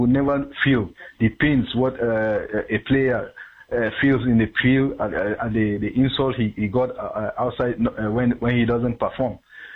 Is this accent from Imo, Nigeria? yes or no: no; Jos, Plateau, Nigeria; we grew up in Jos here